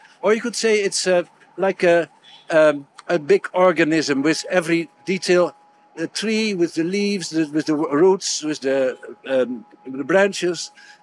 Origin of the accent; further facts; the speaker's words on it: Amsterdam, North Holland, Netherlands; I'm from the Netherlands, Amsterdam, the capital.